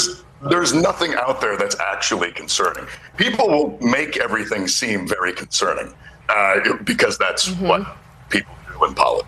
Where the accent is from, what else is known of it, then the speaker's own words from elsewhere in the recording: Maine, United States; We do not talk about the fact that I know someone in my hometown here who works three jobs and pays over 60% of her monthly income in rent.